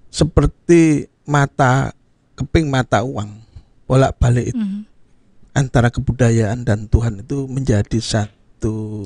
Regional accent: Indonesia; kita, orang Nusantara

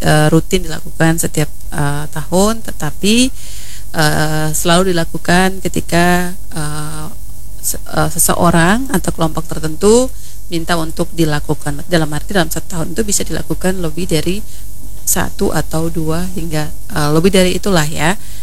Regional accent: Alor, East Nusa Tenggara, Indonesia; saya juga orang Alor.

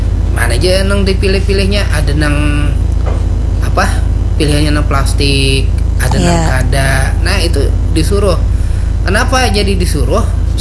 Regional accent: South Kalimantan, Indonesia; Lawan kalau kita orang Banjar ini atau masyarakat Banjar ini dikenal lawan religiositasnya.

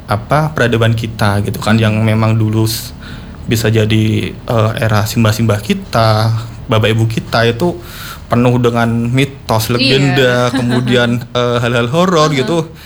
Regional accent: Kendal, Central Java, Indonesia; kita tuh orang Indonesia gitu kan, kita orang Kendal nih.

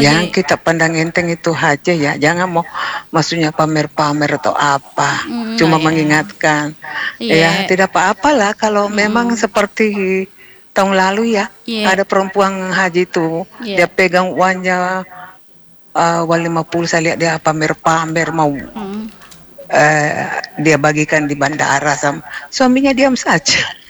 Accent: Makassar, South Sulawesi, Indonesia; Saya Bugis Makassar juga ada boneku ada ini tapi tidak pernah saya lihat

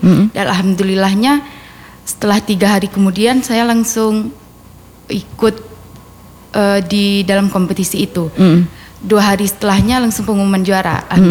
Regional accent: Kumun Debai district, Jambi, Indonesia; Asal saya dari Desa Debai, Kecamatan Kumun Debai.

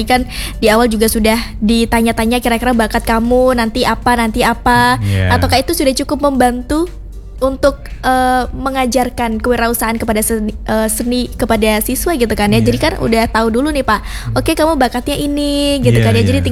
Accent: Klaten, Central Java, Indonesia; saya asli Klaten

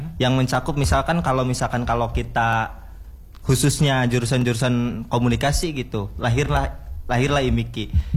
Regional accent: Serang, Banten, Indonesia; born there; asli dari Serang juga.

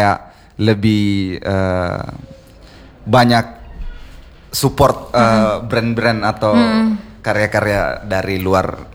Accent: Makassar, South Sulawesi, Indonesia; born there; Dan untuk Kota Makassar, saya bangga lahir di Kota Dayeng ini.

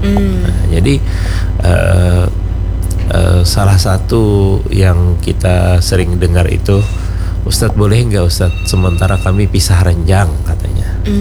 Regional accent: South Kalimantan, Indonesia; Nah, tapi kita sangat menyayangkan budaya kita orang Banjar karena bisa mengekspresikan cinta.

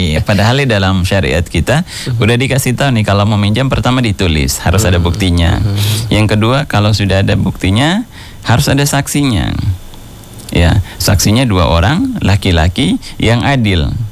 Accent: Sintang, West Kalimantan, Indonesia; apalagi kita di Sintang

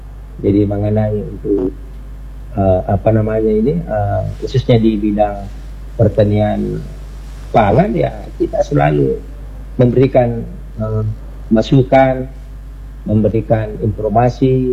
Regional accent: Pinrang, South Sulawesi, Indonesia; khususnya di daerah saya Pindrang, itu kan hanya ada dua musim.

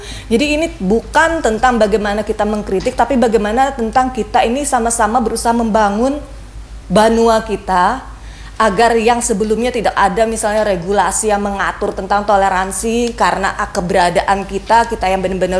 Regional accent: Banjarmasin, South Kalimantan, Indonesia; kita semua sebagai warga Banjarmasin

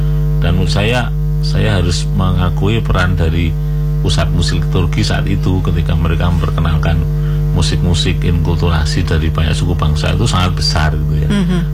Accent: Special Region of Yogyakarta, Indonesia; dulu awal-awal saya asli dari Kanjuran ya.

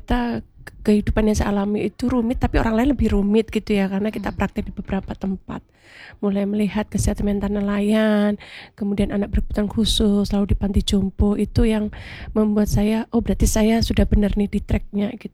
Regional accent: Surabaya, East Java, Indonesia; Arek Surabaya asli.

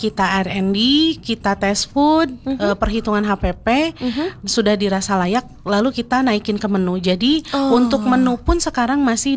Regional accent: Garut, West Java, Indonesia; now in Bandung, Indonesia; Berhubung saya berasal dari Garut yang Sunda banget.

